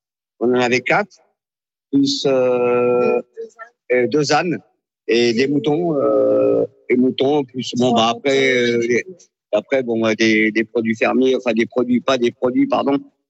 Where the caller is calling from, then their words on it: Lège-Cap-Ferret, Nouvelle-Aquitaine, France; On est à Lesch-Bourg, chemin du Grand Housteau, c'est-à-dire en pleine forêt, en fait. Parce qu'on a un élevage d'animaux.